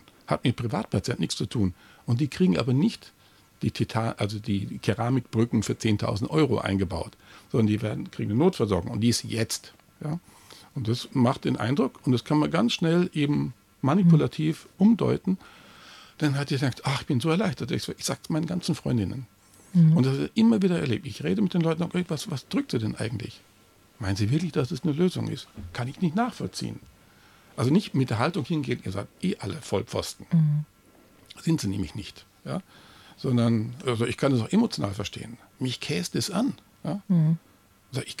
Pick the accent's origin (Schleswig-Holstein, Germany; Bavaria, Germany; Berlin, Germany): Bavaria, Germany; Und ich bin alt genug zu sagen, ich komme aus Bayern, da gab es wirklich üblen Wirtshausschlägereien mit zerbrochenen Maskrügen.